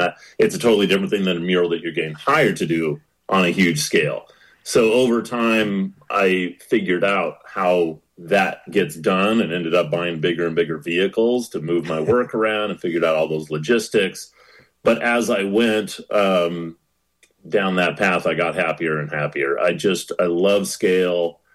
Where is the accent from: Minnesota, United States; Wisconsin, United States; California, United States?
California, United States; growing up on the West Coast